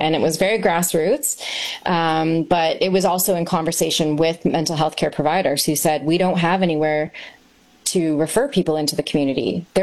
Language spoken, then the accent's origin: English; Fort Erie, Ontario, Canada; and I'm from Ridgeway, Fort Erie, so to me, bringing the Willow home to my hometown feels like always was my plan.